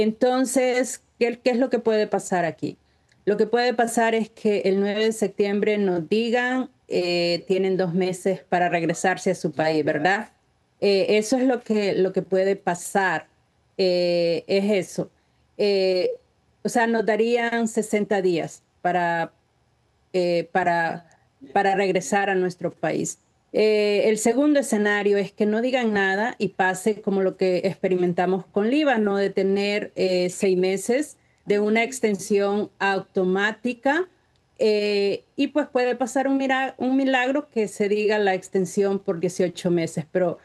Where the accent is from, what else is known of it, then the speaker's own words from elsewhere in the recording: El Salvador; now in United States; en lo personal también tengo TPS, soy de El Salvador